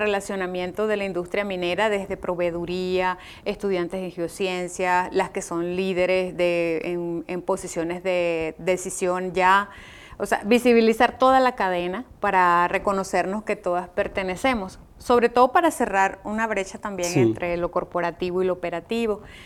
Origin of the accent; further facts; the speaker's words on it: Venezuela; now in Sonora, Mexico; Soy venezolana, pero sí. Soy mexicana ya, por naturalización.